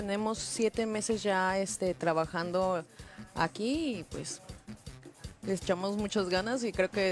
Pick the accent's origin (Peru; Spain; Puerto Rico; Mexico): Mexico; now in United States; De México. Tengo poco acá.